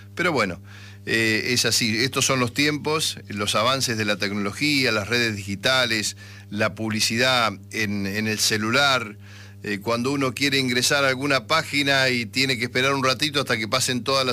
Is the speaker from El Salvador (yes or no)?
no; 25 de Mayo, Buenos Aires Province, Argentina; Valentín, que es oriundo de mi pueblo, de 25 de mayo.